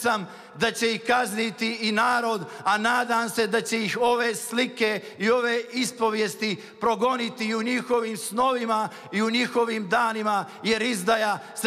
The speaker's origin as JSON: {"language": "Serbian", "country": "Montenegro", "said": "želim kao najmanji Srbin u Crnoj Gori, kao čovjek koji nema nikakvo ekskluzivno pravo da zastupa ni srpski narod u Crnoj Gori"}